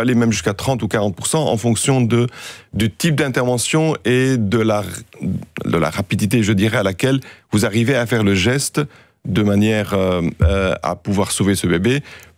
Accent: Belgium; Il y a tellement peu de cas que quand ça arrive chez nous en Belgique

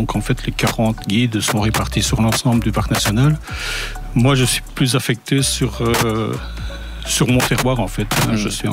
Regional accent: Gonrieux, Wallonia, Belgium; mon village natal, Gonrieux

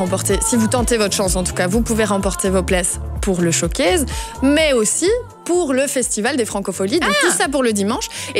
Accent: Belgium; parce qu'on est belge, on est fier d'être belge

